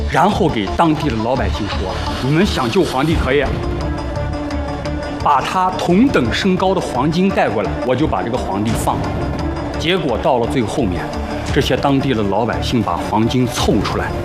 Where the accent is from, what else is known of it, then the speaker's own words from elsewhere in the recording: China; 我们中国人